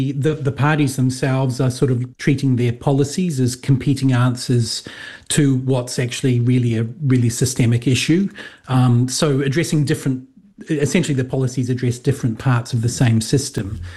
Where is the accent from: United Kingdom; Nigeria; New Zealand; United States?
New Zealand; now in Adelaide, Australia; And just let me start defensively by pointing out I am a New Zealander.